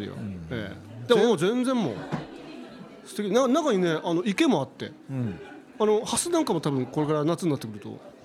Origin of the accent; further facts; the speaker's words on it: Fukushima, Japan; moved away; 僕は福島県出身で、うん、福島の県下なんですけど、